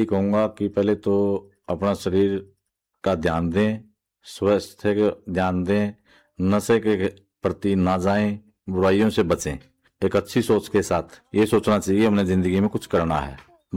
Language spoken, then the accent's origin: Hindi; Haryana, India; ग्वांड 5 गांव तो हमारे होएगे, फिरदपुर, किनाड़ा, कंडूल, खैरी, पाबड़ा, साथ में नैला लगता है